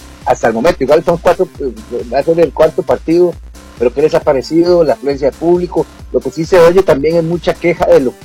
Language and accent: Spanish; Costa Rica; nosotros como costarricenses lo vivimos